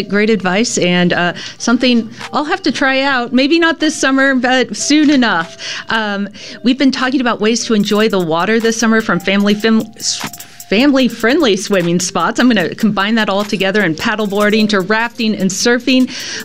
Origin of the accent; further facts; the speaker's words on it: Missouri, United States; because I grew up in Missouri, not around a coast or a beach